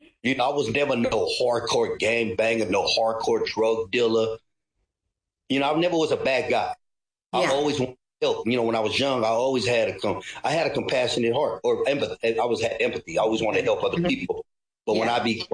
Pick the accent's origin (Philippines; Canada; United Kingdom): Philippines; me being a Filipino, I was raised as a Catholic, and I'm not here to knock Catholic. And so when I would go to church, they would bring me to St. Joseph Church near my neighborhood.